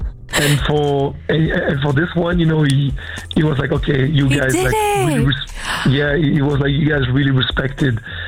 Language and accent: English; Île-de-France, France; You know, I grew up in outside of Paris, you know, in the hood